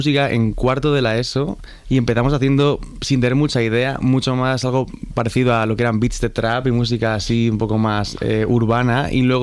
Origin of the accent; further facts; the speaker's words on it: Boadilla del Monte, Community of Madrid, Spain; moved away as an adult; now in Amsterdam, Netherlands; nosotros somos de Boadilla.